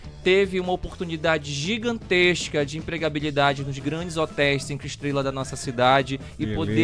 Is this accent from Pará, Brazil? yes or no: yes; Belém, Pará, Brazil; now in Marituba, Brazil; Eu, que sou de Belém